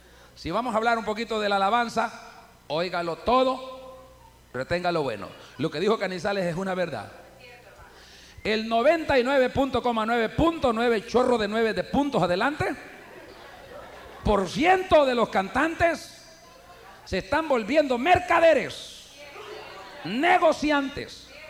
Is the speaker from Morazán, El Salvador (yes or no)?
no; La Unión, El Salvador; soy de aquí de Oriente, soy de la Unión, vivo predicando en todo este Oriente, vivo predicando en este país, en Centroamérica.